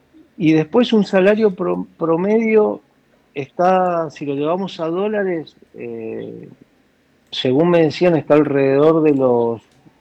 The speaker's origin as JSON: {"language": "Spanish", "region": "Mendoza", "country": "Argentina", "said": "Nuestro país sigue siendo el más caro del mundo."}